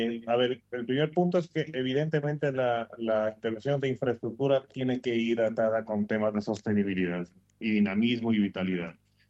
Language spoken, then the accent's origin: Spanish; Quito, Pichincha, Ecuador; now in Panama; yo soy quiteño, aunque vivo en Panamá